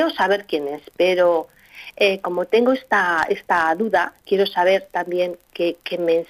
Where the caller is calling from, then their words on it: Biscay, Basque Country, Spain; De Vizcaya.